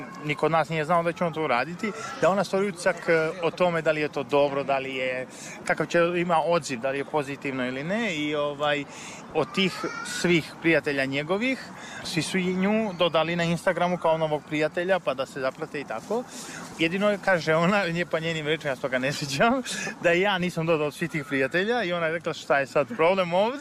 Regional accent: Zlatibor, Zlatibor District, Serbia; Ja sam sa Zlatibora, prvo sam tražio to u Užicu

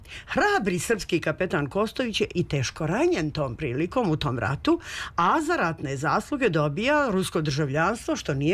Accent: Serbia

